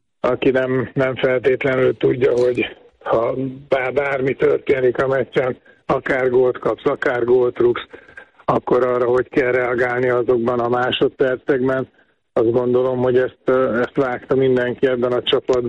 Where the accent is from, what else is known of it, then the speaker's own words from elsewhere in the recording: Budapest, Hungary; born there; akikkel felnőttem, tehát a Telek Andrisékkal, ugye együtt a Népligetben nevelkedtünk